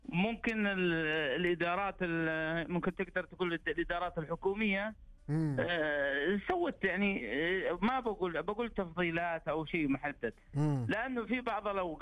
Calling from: Jeddah, Makkah Province, Saudi Arabia

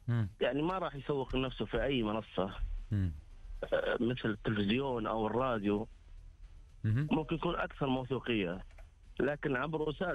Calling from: Riyadh, Riyadh Province, Saudi Arabia; يا هلا من الرياض.

